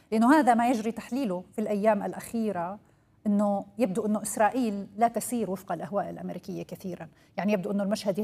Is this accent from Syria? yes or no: yes; Syria